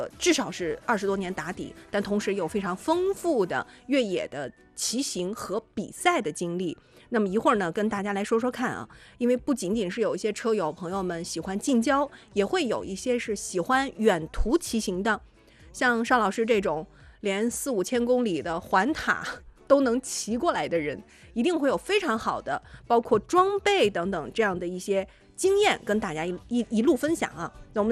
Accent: Shandong, China; 所以我们山东人的口碑。

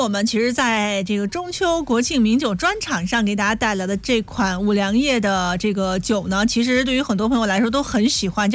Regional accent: Shandong, China; 咱们山东人

